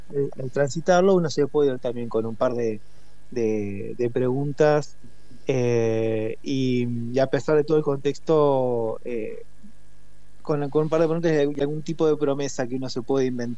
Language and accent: Spanish; La Plata, Buenos Aires Province, Argentina; Soy de La Plata, me inicié en la Plata con un maestro de acá